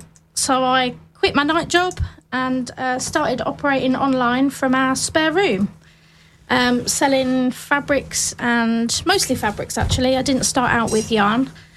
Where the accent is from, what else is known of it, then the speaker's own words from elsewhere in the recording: Peterborough, East of England, United Kingdom; I lived in Peterborough previously, born and bred in Peterborough, moved over to... I was working in God Manchester, and that's where I met my husband